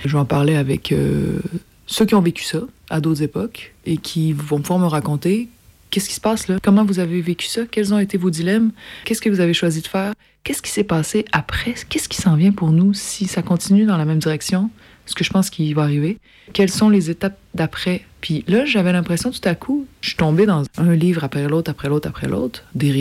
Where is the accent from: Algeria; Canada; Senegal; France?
Canada; on est Canadien